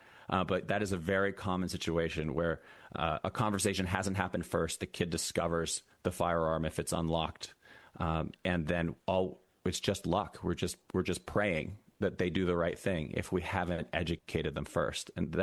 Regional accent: Massachusetts, United States; I come from Massachusetts myself. I was raised in Massachusetts.

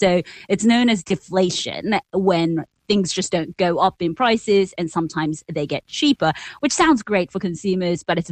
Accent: Japan; for listeners out there who want to visit my home country, it's great for you because everything is so cheap.

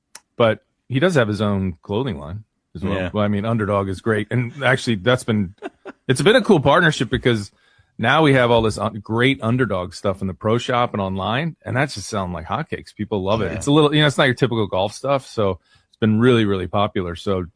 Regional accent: Philadelphia, Pennsylvania, United States; I mean, I'm from Philly. I don't try to play like the I'm Irish thing

